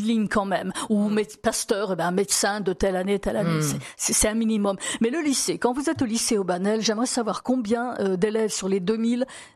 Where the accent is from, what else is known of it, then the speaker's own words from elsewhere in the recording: Algeria; born there; Pourtant, je suis née en Algérie, mais Mistral, on connaissait aussi là-bas.